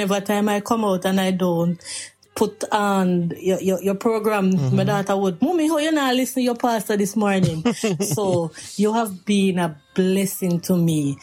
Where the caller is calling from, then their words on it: Chapelton, Clarendon, Jamaica; I'm from Jamaica.